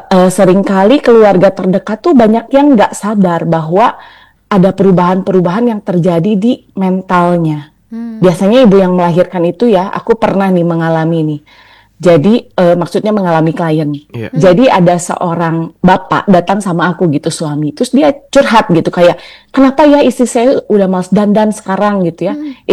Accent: Bandung, West Java, Indonesia; Iya, aku dari Bandung.

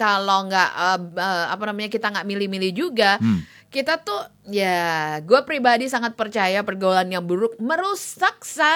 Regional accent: Surakarta, Central Java, Indonesia; Padahal casingnya doang kayak orang Sumatera mah. Aslinya mah kita mau Wong Solo

